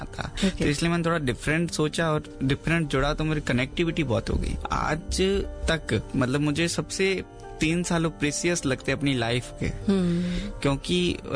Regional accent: Jaisalmer, Rajasthan, India; मैं जैसलमेर राजस्थान से हूँ।

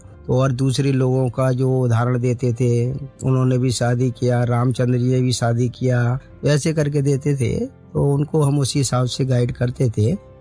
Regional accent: Porsa, Madhya Pradesh, India; और मैं Bhopal zone Porsa Madhya Pradesh MP से निकला हुआ हूँ। एज मेरी 51 है अभी।

